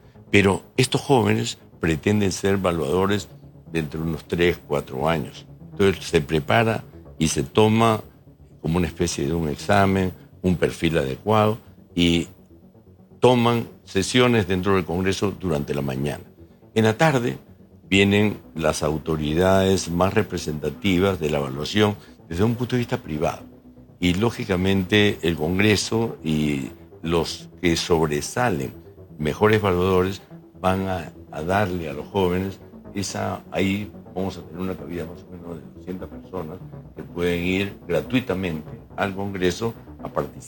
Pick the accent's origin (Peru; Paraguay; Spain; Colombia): Peru; Callao; yo soy independiente, yo soy chalaco, me han invitado en Fuerza Popular para participar dentro del proceso, y como chalaco y sabiendo que las autoridades actuales no han hecho ninguna buena tarea, y viviendo yo en el Callao y mi familia en el Callao